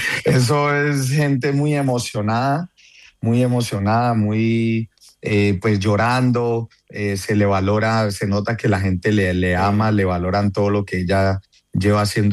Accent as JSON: {"language": "Spanish", "town": "Cali", "region": "Valle del Cauca", "country": "Colombia"}